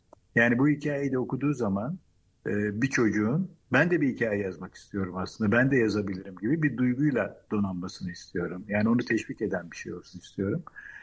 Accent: Istanbul, Turkey; born there; also born or lived in Samsun; Daha sonra İstanbul'a geldiğimde ilkokul öğrencisiydim.

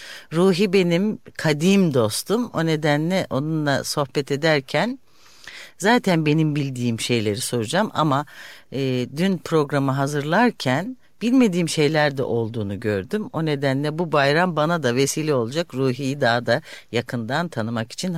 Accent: Istanbul, Turkey; Ben İstanbulluyum abi.

